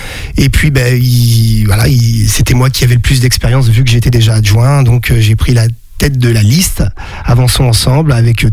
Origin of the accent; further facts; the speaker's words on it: Pays de la Loire, France; also born or lived in Challans / Notre-Dame-de-Monts; quand j'étais très jeune, j'étais sur la région chalandaise et puis après je me suis installé avec mes parents quand j'étais ado sur Notre-Dame.